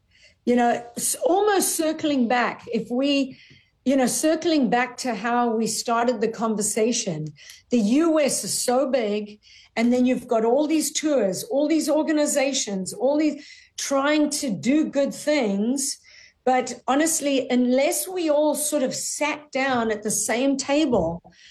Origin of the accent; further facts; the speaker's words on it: South Africa; So I'm from South Africa. We have some incredible golf courses in South Africa